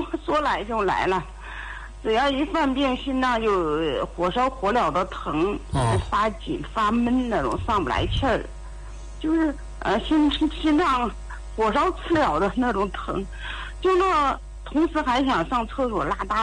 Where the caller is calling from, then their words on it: Shijiazhuang, Hebei, China; 高大夫，我是石家庄的患者啊。